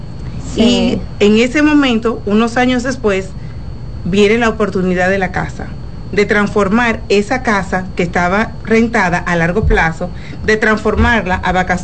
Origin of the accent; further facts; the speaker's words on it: Dominican Republic; moved away as an adult; also born or lived in Pennsylvania, United States; yo soy dominicana y emigré a los Estados Unidos cuando tenía 25 años. Es decir, que viví gran parte de mi vida aquí con la calidez dominicana, la alegría dominicana, ya lo sabes. Entonces llego a los Estados Unidos, a una ciudad pequeña en Pensilvania